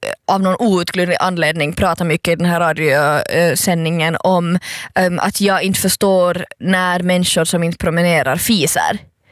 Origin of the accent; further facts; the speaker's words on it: Germany; moved away; Men det är ju såklart för att jag är tysk